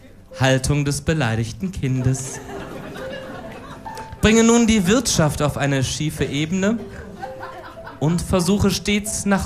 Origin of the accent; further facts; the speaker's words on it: Cologne, North Rhine-Westphalia, Germany; als Kölner